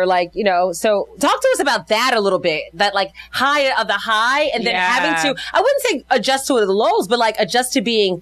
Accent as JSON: {"language": "English", "town": "Philadelphia", "region": "Pennsylvania", "country": "United States", "said": "I'm from West Philly"}